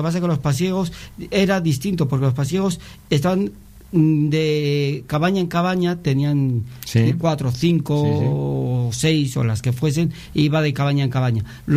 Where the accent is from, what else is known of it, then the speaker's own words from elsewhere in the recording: Luarca, Asturias, Spain; moved away; En Luarca, en el concejo hay vaqueiros, pero yo soy Marnueto. Yo soy de Luarca capital.